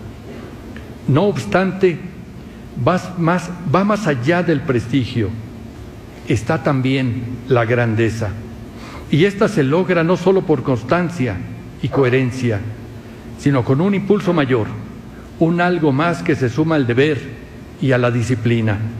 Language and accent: Spanish; Mexico; su presencia nos hace sentir orgullosos como universidad y como mexicanos.